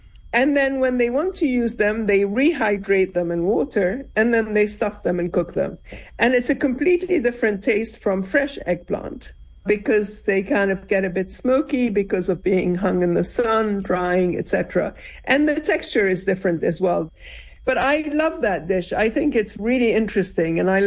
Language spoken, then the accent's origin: English; Lebanon; I was born and lived in Lebanon before any of the troubles and in Syria